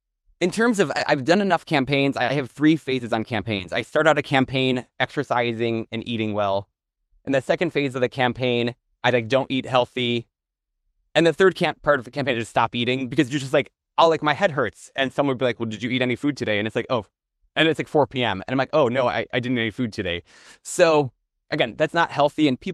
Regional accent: Midwest, United States; as a Midwesterner

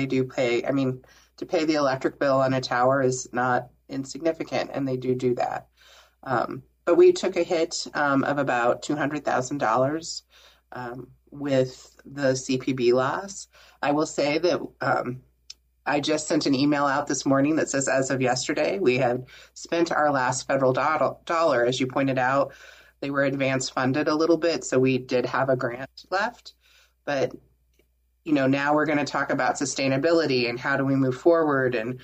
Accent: Nebraska, United States; I'm from Nebraska, and and Nebraska has a statewide network.

